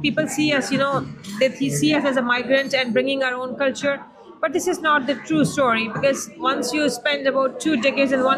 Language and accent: English; Cork, Munster, Ireland; And I say, because I'm from Cork, you know, and they say, okay, answer is done.